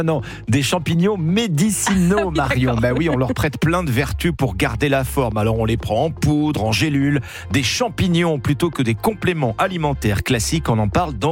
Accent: France; Vous êtes à Rome pour Europe 1, comme chez nous en France.

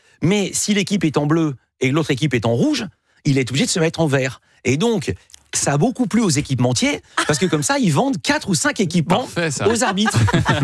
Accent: France; Nous, on est contents en tant que Français

